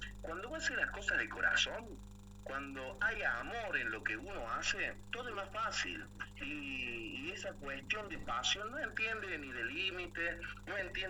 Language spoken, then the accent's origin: Spanish; Deán Funes, Córdoba, Argentina; soy acá de Dian Funes, oriundo de Dian Funes